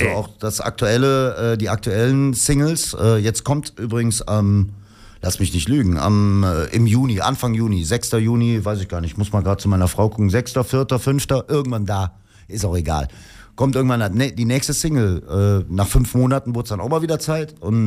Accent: Cologne, North Rhine-Westphalia, Germany; also born or lived in Bonn; Ich bin eigentlich Urkölner und ich bin nur deswegen Bonner. Und meine Frau zieht mich die ganze Zeit damit auf, dass ich Bonner bin, weil meine Mutter in die Uniklinik gefahren ist. 40 Kilometer, um mich zu gebären.

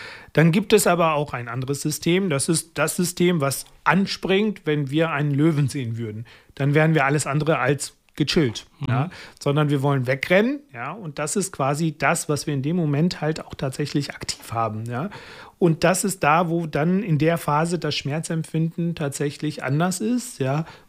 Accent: Pakistan; Mal jetzt zum Beispiel aus meinem Heimatland in Pakistan zum Beispiel

